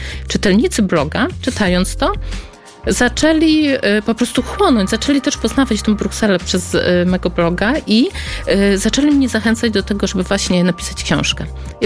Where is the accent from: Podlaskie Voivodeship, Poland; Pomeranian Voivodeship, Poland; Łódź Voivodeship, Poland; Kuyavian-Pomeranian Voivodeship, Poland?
Podlaskie Voivodeship, Poland; Ja pochodzę z Podlasia. Jest to no tak piękna kraina, natomiast w owym czasie, kiedy ja byłam tą małą dziewczynką, nie miało to miejsce dla mnie tak dużo do zaoferowania.